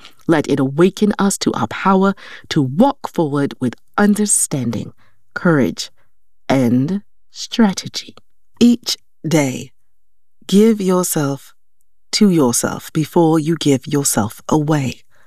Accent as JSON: {"language": "English", "town": "Oakland", "region": "California", "country": "United States", "tie": "born or raised there"}